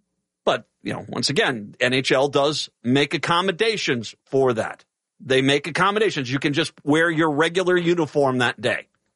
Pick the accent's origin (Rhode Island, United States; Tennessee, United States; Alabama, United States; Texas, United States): Rhode Island, United States; Providence; born there; also born or lived in Minneapolis, Minnesota; now in Twin Cities, United States; I grew up I was born in Minneapolis, but lived most of my younger life in Providence, Rhode Island.